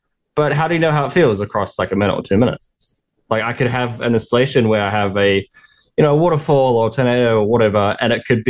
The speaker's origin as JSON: {"language": "English", "country": "New Zealand", "tie": "born or raised there", "said": "growing up in New Zealand, my home, where I've had this relationship with nature. And I think like a lot of Kiwis connect with this quality"}